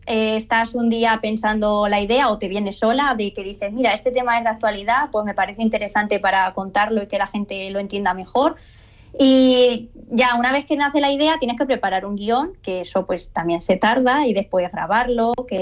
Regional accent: Castilla-La Mancha, Spain; accent: manchego; also born or lived in Lyon, France; yo decía Castilla-La Mancha

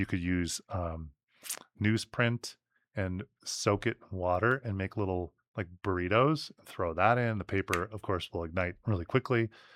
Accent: Midwest, United States; I grew up in the Midwest

